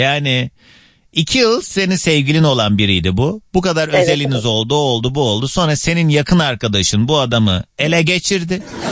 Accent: Kars, Turkey; benim memleketime laf edildiği için söyleyeyim. Ordunun ben neyi var da siz Kars'a ne laf ediyorsunuz?

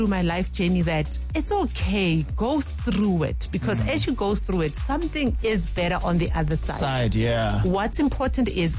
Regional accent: Soweto, Gauteng, South Africa; You know, I grew up in Soweto, so it was one of our chores.

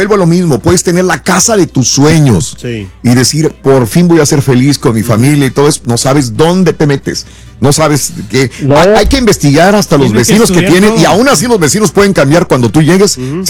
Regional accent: Mexico; Somos dos mexicanos y una mujer salvadoreña, pues, y una vecina salvadoreña.

